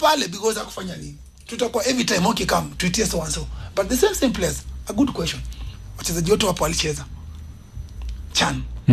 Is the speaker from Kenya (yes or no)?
yes; Kenya; sometimes unapata wewe pia kama Mkenya uku respected.